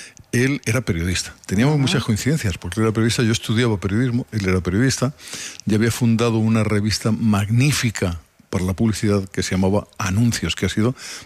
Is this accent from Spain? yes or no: yes; Albacete, Castilla-La Mancha, Spain; moved away as an adult; now in Madrid, Spain; Yo vengo de Albacete a estudiar periodismo, me encuentro con ellos, yo cantaba, un poquito cantaba en Albacete